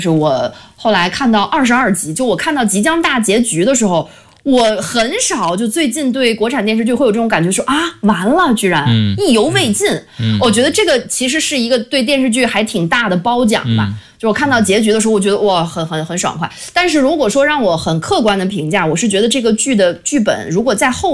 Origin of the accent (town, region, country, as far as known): China